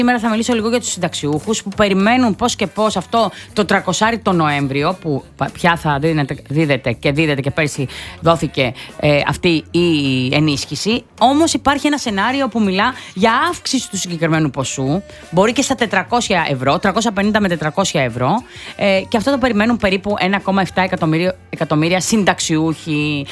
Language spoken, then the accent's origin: Greek; Western Greece, Greece; moved away; εγώ τώρα το λέω για το χωριό μου. Είναι στην, έξω από την Αμαλιάδα.